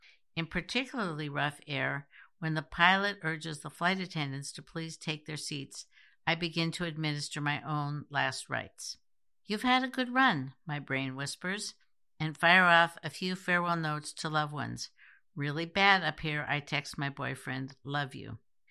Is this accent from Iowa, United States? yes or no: yes; Iowa, United States; I was traveling from my home state of Iowa to New York City for a summer internship.